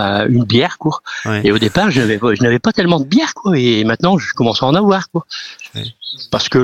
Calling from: Saint-Omer, Hauts-de-France, France; tout près de chez nous à Saint-Omer

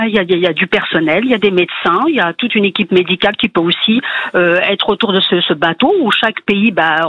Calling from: Courbevoie, Île-de-France, France; De Courbevoie.

